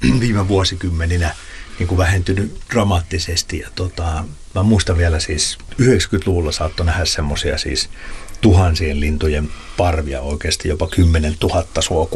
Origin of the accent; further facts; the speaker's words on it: Pori, Satakunta, Finland; Mä muistan 80-luvulla, niin kun mä olen Porista kotoisin, niin siellä oli vielä suokukkoja soittimia, niitä pesi siellä rantaniityllä.